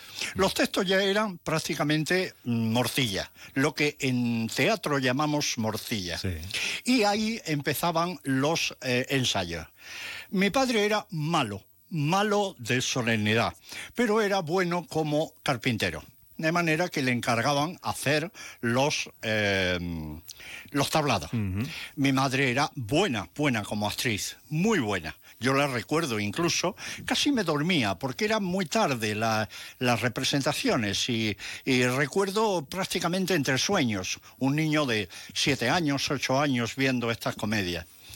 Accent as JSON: {"language": "Spanish", "town": "Cástaras", "region": "Andalusia", "country": "Spain", "tie": "born or raised there", "said": "mi pueblo era Cástaras, es Cástaras"}